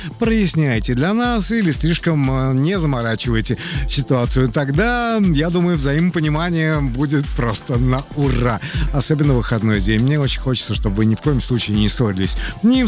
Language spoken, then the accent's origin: Russian; Moscow Oblast, Russia; если, например, ты Венера, а я из Подмосковья.